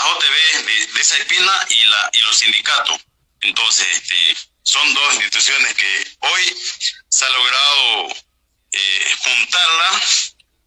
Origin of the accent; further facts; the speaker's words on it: Santa Cruz, Bolivia; Nosotros como cruceños